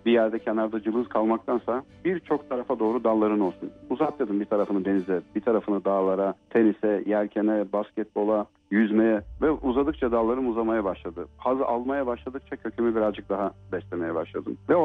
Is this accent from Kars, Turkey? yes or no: yes; Kars, Turkey; also born or lived in Gölcük; 1976 Kars doğumluyum. İlk öğretimimi Kars'ta, diğer öğrenimlerimde Kocaeli'nin Gölcük ilçesinde tamamladım.